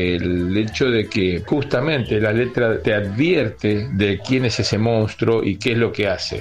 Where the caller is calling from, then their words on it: Florencio Varela, Buenos Aires Province, Argentina; de Florencio Varela.